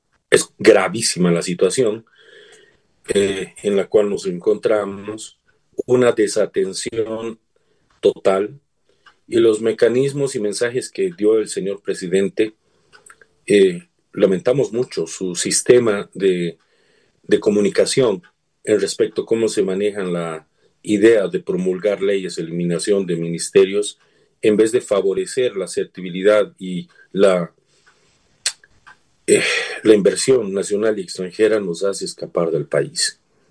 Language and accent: Spanish; Bolivia